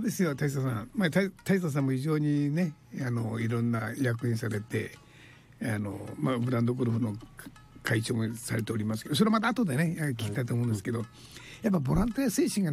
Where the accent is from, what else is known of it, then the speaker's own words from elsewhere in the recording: Tatsugo, Kagoshima, Japan; 僕なんかもう辰五町徳地生まれ徳地育ちですから、